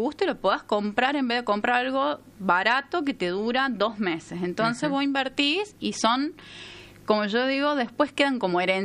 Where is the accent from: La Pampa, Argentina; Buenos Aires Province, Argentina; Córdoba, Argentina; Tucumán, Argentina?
Tucumán, Argentina; somos de acá, de Tucumán